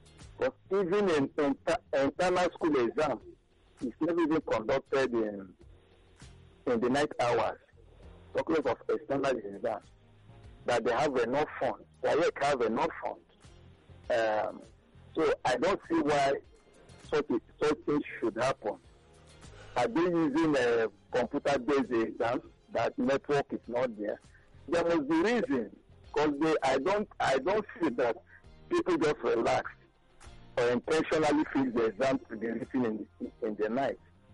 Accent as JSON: {"language": "English", "town": "Iba", "region": "Lagos", "country": "Nigeria", "said": "I'm from Eba."}